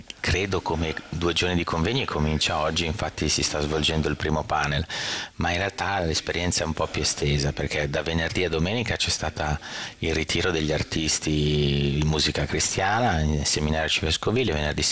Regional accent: Bologna, Emilia-Romagna, Italy; Io sono bolognese, la Gloria ha sede a Bologna e ovviamente sono molto legato alla mia città dove sono nato e cresciuto

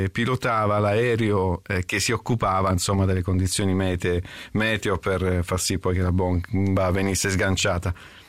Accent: Calabria, Italy; Essendo io calabrese, essendo io un ficcanaso, andai ben due volte a far visita alla Certosa

